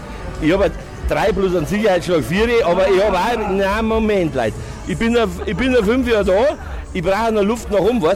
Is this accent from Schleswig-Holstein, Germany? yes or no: no; Bavaria, Germany; accent: Bavarian; now in Waldkraiburg, Germany; Ich bin so aufgewachsen, ich bin in Niederbayern im Verkehr geboren. Und das kriege ich nicht raus.